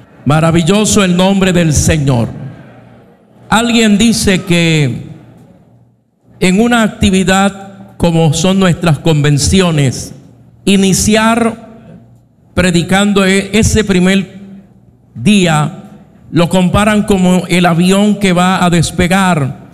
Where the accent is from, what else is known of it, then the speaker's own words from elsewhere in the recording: Puerto Rico; first language Spanish; decidí nacer en Puerto Rico. Por gracia, por misericordia, pues somos puertorriqueños del Caribe y nuestro idioma principal es el español.